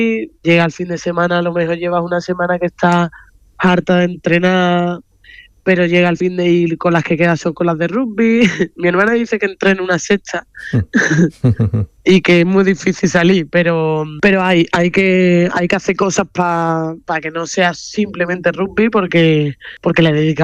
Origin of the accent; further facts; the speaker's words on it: Seville, Andalusia, Spain; Ah, bueno, y Ana Peralta y yo, que somos sevillanos. Las dos de Sevilla.